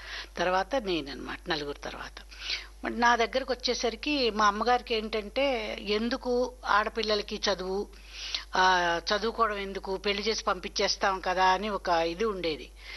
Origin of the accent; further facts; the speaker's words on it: Kovvur, Andhra Pradesh, India; మాది వెస్ట్ గోదావరి కొవ్వూరు, పశ్చిమ గోదావరి జిల్లా. అక్కడ జన్మించడం జరిగింది. నా బాల్యం అంతా కూడా కొవ్వూరులోనే జరిగింది.